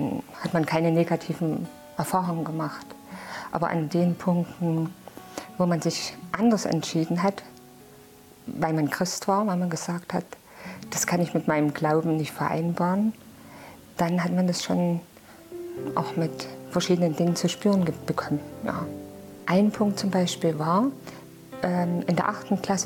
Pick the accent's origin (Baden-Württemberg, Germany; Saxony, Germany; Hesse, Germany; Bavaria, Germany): Saxony, Germany; Chemnitz; moved away as an adult; ich komme aus Chemnitz und ich wohne schon 25 Jahre hier, seitdem ich verheiratet bin.